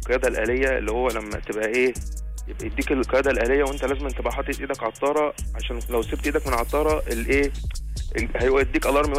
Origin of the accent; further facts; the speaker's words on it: Egypt; هنا احنا مصريين.